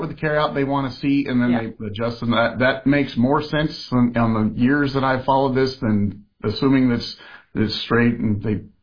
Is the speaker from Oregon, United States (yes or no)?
yes; Oregon, United States; I'm from Oregon, so I mean, we're expecting them to not let us do that in the first place.